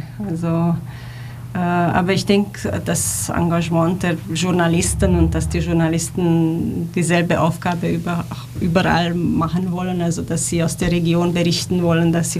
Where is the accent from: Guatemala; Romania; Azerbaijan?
Romania; German is a second language; Ich selbst komme aus Rumänien